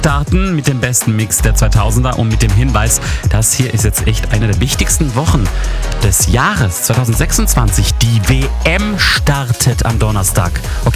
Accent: Bosnia & Herzegovina; nebenbei muss ich auch sagen, mein Heimatland Bosnien und Herzegowina ist mit dabei.

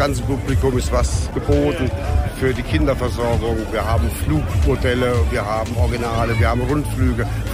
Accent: Wasungen, Thuringia, Germany; ich komme aus Thüringen. Wasung heißt meine Ortschaft

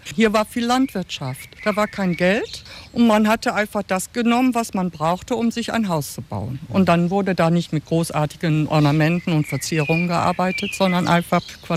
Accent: Odenthal, North Rhine-Westphalia, Germany; Ja, ich mache Führungen hier in Altenberg und in Odenthal. Es ist meine Heimat und ich liebe es, meine Heimat den Menschen nahe zu bringen. Weil das Bergische Land ist so schön, hat so vieles zu bieten.

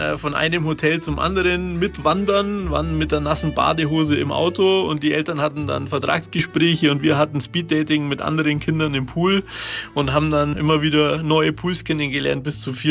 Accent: Germany; born there; so sind wir auf Sardinien in allen Jahreszeiten groß geworden, also in Deutschland gelebt, aber zu jeder Freizeit auf Sardinien gewesen

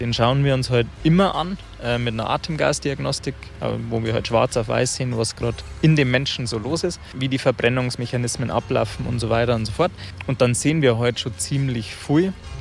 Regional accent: Bad Tölz, Bavaria, Germany; Ich habe früher immer gern gespielt. Ist natürlich auch bei uns in Bad Tölz historisch wahrscheinlich auch bedingt. Ich war das erste Mal, glaube ich, mit 5 Jahren im Eishockey.

